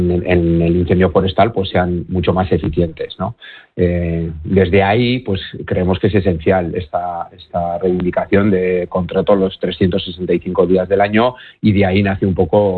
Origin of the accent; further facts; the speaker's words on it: Navarre, Spain; una comunidad como Navarra, que somos pioneros en otro montón de cosas